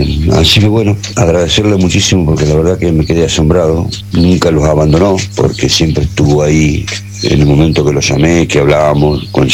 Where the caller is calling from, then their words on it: General Belgrano, Buenos Aires Province, Argentina; somos de General Belgrano, provincia de Buenos Aires, a 160 kilómetros capital.